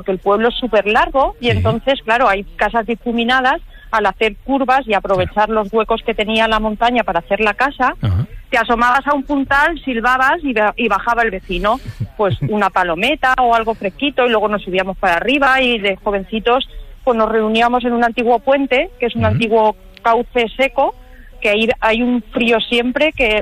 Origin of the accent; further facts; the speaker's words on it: Castilla-La Mancha, Spain; now in Burjassot, Spain; realmente desde Burjasot, desde el infierno de Valencia, con esta humedad horrible. Pero quería hablarte de mi pueblo.